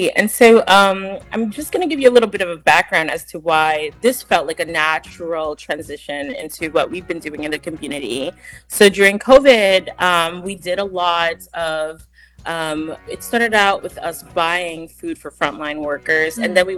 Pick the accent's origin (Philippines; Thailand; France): Philippines; Santo Niño; What are the things that I wish as a kid growing up in Santo Niño? We don't have a public library. We don't have museums.